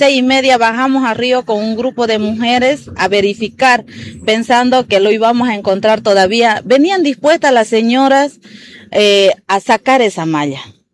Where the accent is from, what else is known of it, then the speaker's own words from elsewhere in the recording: Puente Viejo, Bolivia; soy la segunda burubicha de la zona Cami, soy comunaria de Puente Viejo, ¿no?